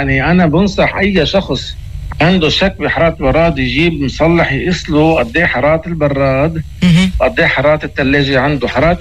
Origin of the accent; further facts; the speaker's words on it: Lebanon; موجود عندنا بلبنان